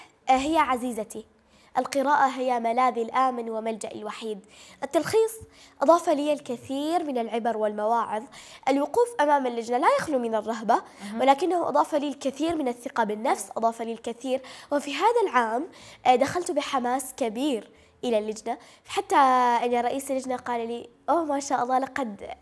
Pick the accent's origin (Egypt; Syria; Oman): Syria; فكتاب أنا سوري جاء نتيجة حبي للوطن. جاء نتيجة حبي لسوريا. أنا أعشق دمشق أكثر من نزار قباني.